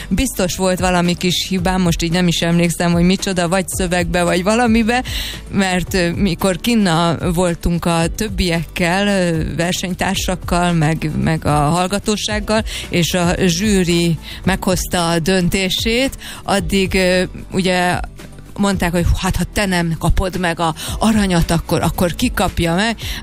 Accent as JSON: {"language": "Hungarian", "country": "Hungary", "said": "az egyedüli magyarországi aranykoszorús magyar nóta énekes voltam. Nem csak, hogy mint magyar aranykoszorús, hanem egyáltalán mint énekes Magyarországról."}